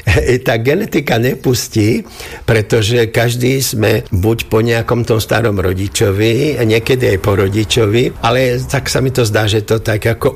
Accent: Senica, Trnava Region, Slovakia; born there; Ja som sa narodil priamo v Senici v rodine mesiara a maminky, ktorá bola domáca, pretože už mali 4 deti.

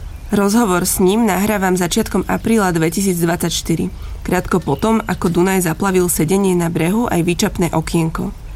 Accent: Bratislava, Bratislava Region, Slovakia; Vyrastala som v Bratislave, niektorí ju nazývajú aj betónovou džunglou, ale mne sa takou nikdy nezdala.

